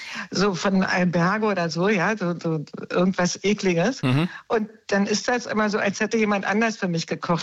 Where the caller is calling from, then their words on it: Potsdam, Brandenburg, Germany; Aus Potsdam.